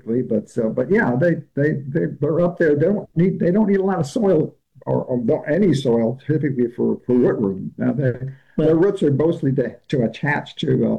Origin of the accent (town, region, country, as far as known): Midwest, United States; born or raised there